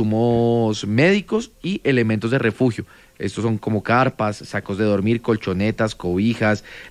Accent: Colombia; estamos muy unidos todos como colombianos

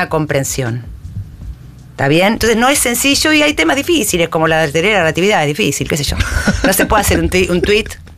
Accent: Argentina; para nosotros en Argentina

